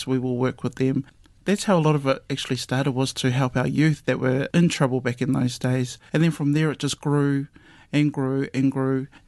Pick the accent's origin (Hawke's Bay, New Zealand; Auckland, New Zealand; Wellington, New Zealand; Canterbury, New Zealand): Hawke's Bay, New Zealand; Oh, kia ora everybody … Yes … from Kahununu, and I also affiliate to Ngāi Tahu through the Illison whānau.